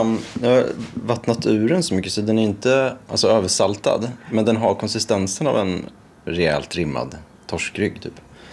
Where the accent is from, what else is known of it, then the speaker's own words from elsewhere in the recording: Norrköping, Östergötland, Sweden; När jag växte upp i Norrköping